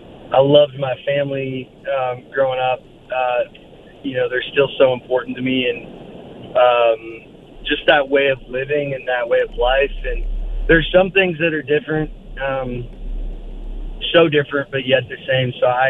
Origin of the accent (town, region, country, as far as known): Alberta, Canada; born or raised there